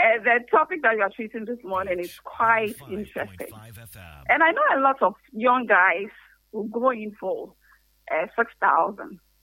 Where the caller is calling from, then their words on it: Takoradi, Western Region, Ghana; I'm calling from Anaji.